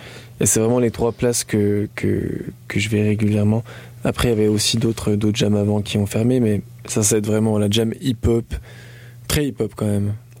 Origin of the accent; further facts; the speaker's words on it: France; accent: French (from France); now in Montreal, Canada; avec mon accent de français